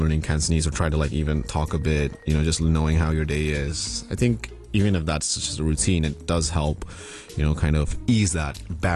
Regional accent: Mumbai, Maharashtra, India; now in Hong Kong; I think for me, because I grew up in Mumbai as well, which is also a very fast-paced city. That kind of made me ready for that.

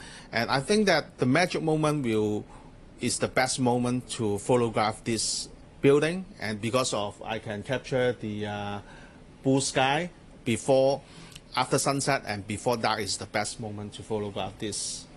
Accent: Hong Kong; The old and the new, especially I grew up here in Hong Kong. I have a special feeling of this place.

